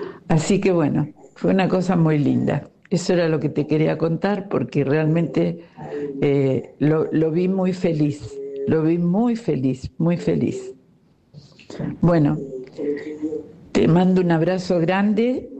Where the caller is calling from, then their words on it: Bahía Blanca, Buenos Aires Province, Argentina; de Bahía Blanca.